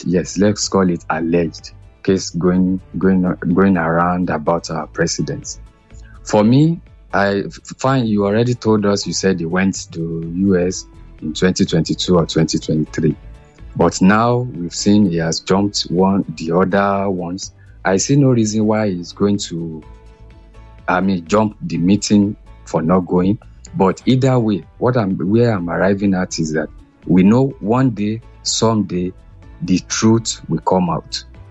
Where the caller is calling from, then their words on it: South Africa; I'm from South Africa.